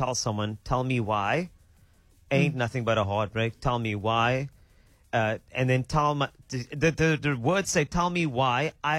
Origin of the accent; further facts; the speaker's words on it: England, United Kingdom; If I may, as an English person, listen to it.